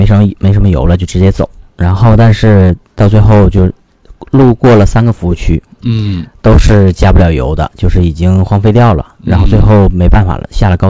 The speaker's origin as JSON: {"language": "Chinese", "region": "Heilongjiang", "country": "China", "tie": "born or raised there"}